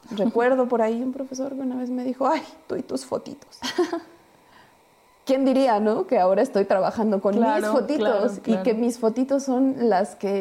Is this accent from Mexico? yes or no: yes; Texcoco, State of Mexico, Mexico; Para mí, que soy texcocana, esa es la otra, yo soy de Texcoco